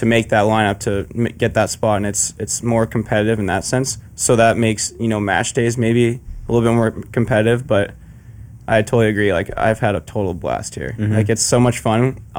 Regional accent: United States; moved away as an adult; now in California, United States; we're from Florida and North Carolina.

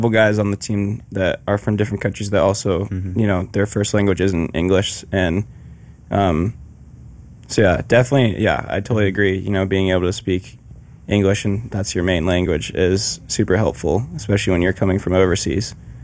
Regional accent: United States; moved away as an adult; now in California, United States; we're from Florida and North Carolina.

